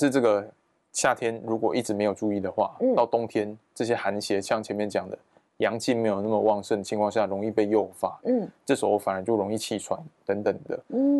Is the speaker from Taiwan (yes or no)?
yes; Taiwan; 我们台湾人其实水都喝不大够。